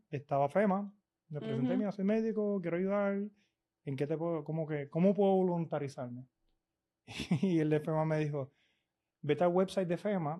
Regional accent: Aguadilla, Puerto Rico; yo soy de Guadilla. Yo me crié en la base de Raimi.

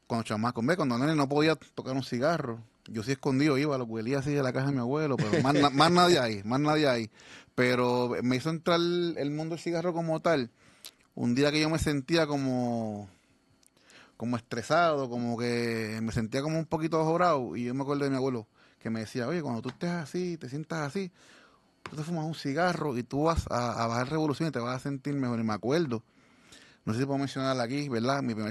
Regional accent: San Juan, Puerto Rico; born there; yo nací en San Juan, ¿verdad? Mi crianza fue espectacular. Tuve mis cuatro abuelos

